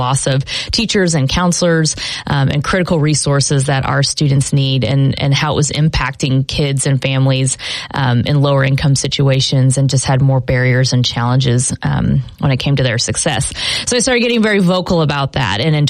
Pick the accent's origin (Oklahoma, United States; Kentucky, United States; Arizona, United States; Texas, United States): Oklahoma, United States; Lawton; also born or lived in Lincoln, Nebraska; I'm originally from southwestern Oklahoma. I was raised in Lawton. My dad served 22 years in the United States Army, and so he was stationed at Fort Sill when I was 4 years old. Went to Lawton Public Schools, first in my family to graduate from college.